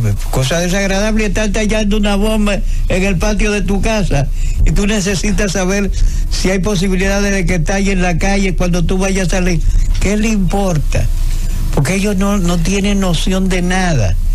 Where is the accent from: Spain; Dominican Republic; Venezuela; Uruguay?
Dominican Republic